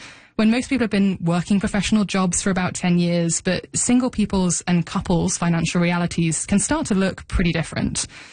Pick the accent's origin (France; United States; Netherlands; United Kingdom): United Kingdom; moved away as an adult; now in Vancouver, Canada; I'm not from Canada. I moved to Vancouver from the UK a couple of years ago. And don't get me wrong, London was expensive, but it's expensive here too.